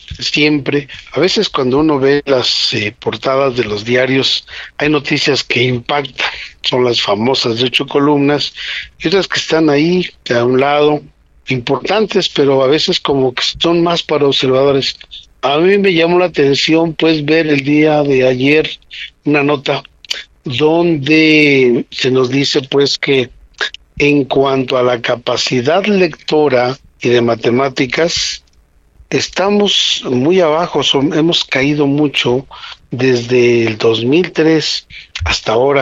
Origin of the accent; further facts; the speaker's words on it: Mexico; los mexicanos